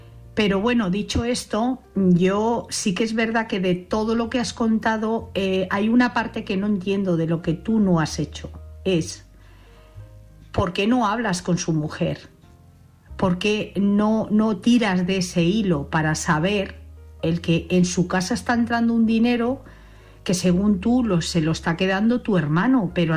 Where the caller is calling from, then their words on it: Madrid, Community of Madrid, Spain; de Madrid.